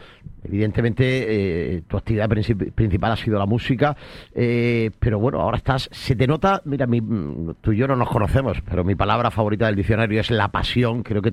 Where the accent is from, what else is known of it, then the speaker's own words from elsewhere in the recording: Almería, Andalusia, Spain; Yo soy muy almeriense, no he nacido en Elegido, aunque llevo media vida trabajando a caballo entre Almería y Elegido, o casi toda la vida.